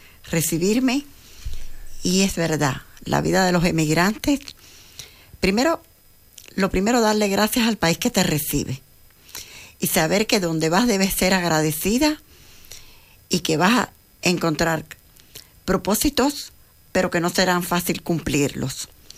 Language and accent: Spanish; Cuba; moved away; Vivíamos y yo no quería vivir en Cuba. Realmente no quería vivir, no porque no amara mi tierra, porque la amo mucho y la extraño.